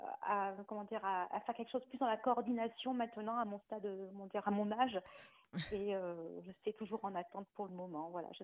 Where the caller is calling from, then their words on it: Provence-Alpes-Côte d'Azur, France; Déjà de Maritime, près d'Antibes.